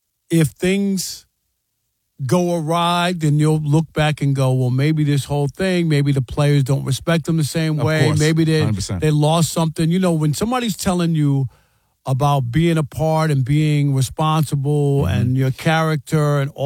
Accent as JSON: {"language": "English", "town": "Queens", "region": "New York", "country": "United States", "tie": "born or raised there", "said": "If you're a Jets fan, I grew up in Queens. I used to go to Jets games at Shea Stadium."}